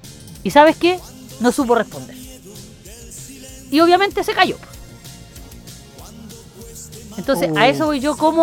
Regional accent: Chile; no somos chilenos solamente en septiembre, yo siempre digo.

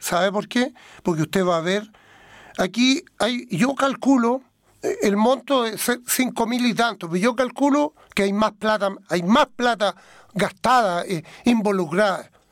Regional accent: Chile; somos de Chile

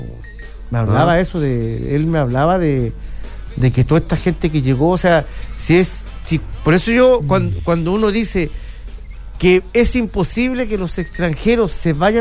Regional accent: Chile

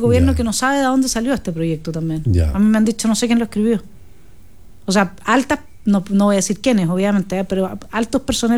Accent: Chile; nosotros somos chilenos

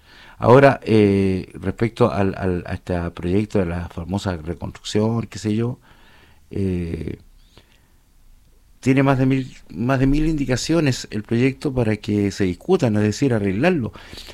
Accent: Chile; darle una vuelta como chilenos.

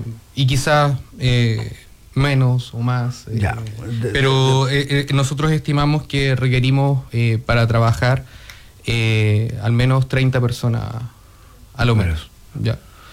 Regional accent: Coyhaique, Aysén, Chile; Soy de acá, de Coyhaique

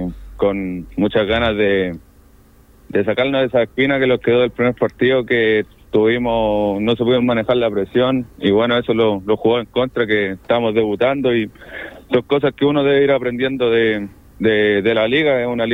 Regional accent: Bulnes, Ñuble, Chile; Bueno, yo soy de Bulnes, Tres Esquinas, un pueblito muy chiquitito, que digamos que casi todos me conocen allá

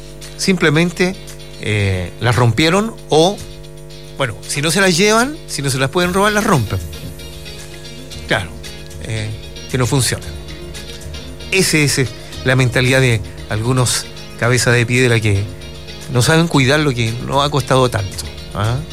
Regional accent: Chile; me considero tan chileno, quiero tanto mi país

